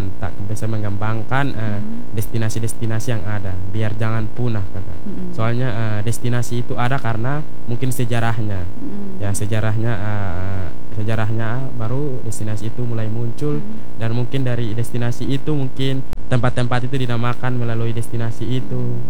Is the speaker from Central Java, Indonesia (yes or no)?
no; Alor, East Nusa Tenggara, Indonesia; saya ingin lebih mengupdate terus wisata yang ada di Kabupaten Alor di daerah saya sendiri